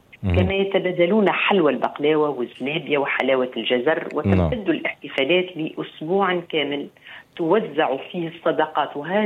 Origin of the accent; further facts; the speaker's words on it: Tunisia; يعني هي مناسبة للختان كما عندنا في تونس.